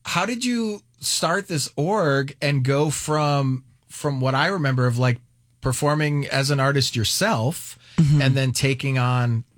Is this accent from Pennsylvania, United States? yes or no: no; Poway, California, United States; and I grew up in Poway